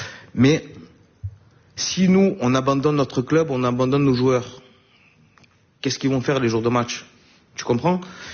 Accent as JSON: {"language": "French", "town": "Marseille", "region": "Provence-Alpes-Côte d'Azur", "country": "France", "said": "moi déjà de base je suis Marseillais, je suis français, mais Marseille avant tout."}